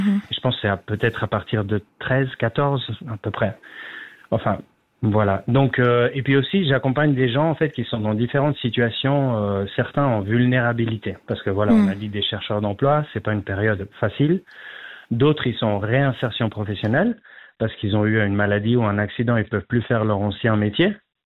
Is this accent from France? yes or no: no; Switzerland; en fait, j'ai la chance d'avoir accompagné tout public, dès ce qu'on appelle chez nous en Suisse les seniors